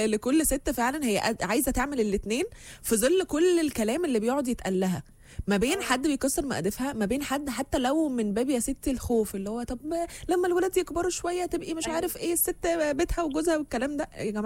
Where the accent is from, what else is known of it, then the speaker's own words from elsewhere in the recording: Egypt; يعني بحس ان احنا كمصريين عامه مميزين قوي في الحته دي، ان احنا نتحدى الظروف.